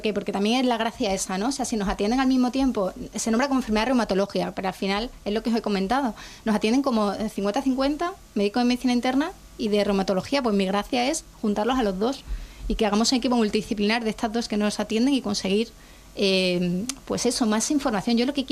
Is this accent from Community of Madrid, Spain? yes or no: no; Cáceres, Extremadura, Spain; now in Mérida, Spain; yo le digo a los cuatro vientos que soy extremeña, o sea, soy de Cáceres y vivo en Mérida